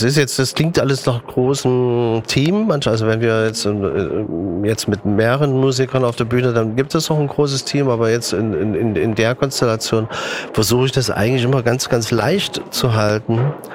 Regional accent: Germany; ich bin an der DDR groß geworden.

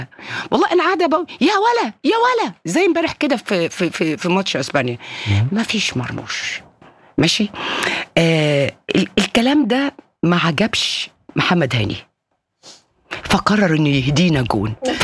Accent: Egypt; انسوا ان انا مصريه

